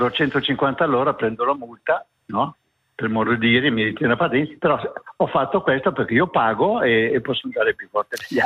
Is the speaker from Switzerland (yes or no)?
yes; Lugano, Ticino, Switzerland; io sono nato, cresciuto a Lugano, vivo